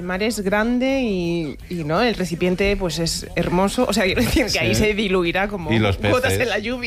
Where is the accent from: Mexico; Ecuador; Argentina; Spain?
Spain; Ourense, Galicia; Es verdad que yo soy de Ourense, que no tiene mar, pero en Galicia pues voy a Poblado Caramiñal